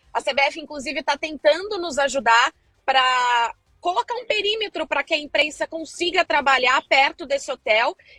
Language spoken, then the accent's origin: Portuguese; São João da Boa Vista, São Paulo, Brazil; Eu não sou mineira, mas eu sou quase, uai. Eu tenho um pezinho lá em Minas Gerais, porque minha São João da Boa Vista fica quase na divisa com Minas Gerais.